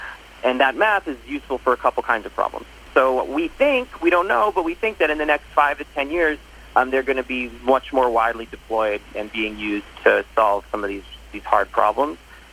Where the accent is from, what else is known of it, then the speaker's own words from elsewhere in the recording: New York City, New York, United States; I was from New York, and I thought, you know, I'm from a, you know, really big city, but I haven't really experienced that much life outside of the city